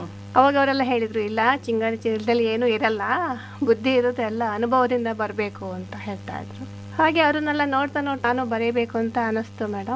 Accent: Uluve, Karnataka, India; ನಾನು ಮೂಲತಃ ಶೃಂಗೇರಿ ತಾಲೂಕಿನ ಉಳುವೆ ಎಂಬ ಊರಿನವಳು. ನನ್ನ ಬಾಲ್ಯ ಎಲ್ಲ ಅಲ್ಲೇ ಕಳೆದಿದ್ದು.

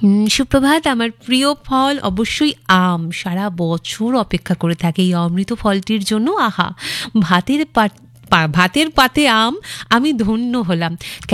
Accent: Arambagh, West Bengal, India; moved away as an adult; আমি আরামবাগে থাকতাম, আরামবাগ আমার জন্মস্থান, আরামবাগ গার্লস হাই স্কুলে আমি পড়াশোনা করেছি, কিন্তু উচ্চ মাধ্যমিক দেওয়ার পর আমি আরামবাগ থেকে চলে এসেছি, আমরা থাকতাম গোবরাটি মোড়ের ওখানে।

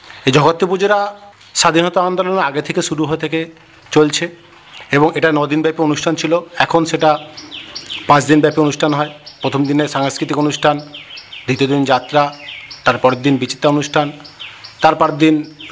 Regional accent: Mansinghpur, West Bengal, India; born there; আমাদের রথ আছে মানসিংহপুর গ্রামের ঐতিহ্য, যেটা আমরা ছোটো থেকে দেখে আসছি।

